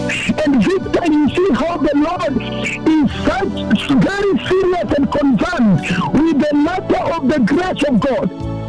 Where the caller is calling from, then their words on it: Soi, Uasin Gishu County, Kenya; I'm calling you from Soi here in Uasin Gishu.